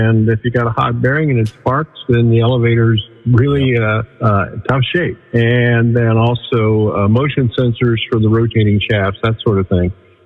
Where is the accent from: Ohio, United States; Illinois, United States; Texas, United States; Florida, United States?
Ohio, United States; Bakersville; I'm originally from the Coshocton County area, a little town called Bakersville. It's 117 people. I was number eight of eight in our family